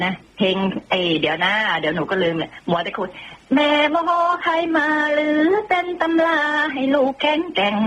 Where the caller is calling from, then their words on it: Nakhon Sawan, Thailand; อยู่กันสองตายายบ้านอยู่นครสวรรค์แล้วบ้านนี้แล้วนะบ้านนี้แล้วนะ